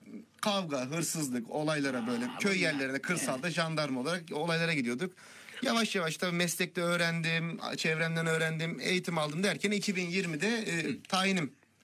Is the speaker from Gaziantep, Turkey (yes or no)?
no; Izmir, İzmir, Turkey; also born or lived in Amasya; İzmir'de büyümem oluyor, öyle diyelim. Güzel. Hatta doğduğun yer değil, doyduğun yer diye bir laf vardır. Öyle hayata başladık. Bundan sonra nasıl diyeyim, ilkokulum, ortaokul, lise her şeyim orada İzmir'de.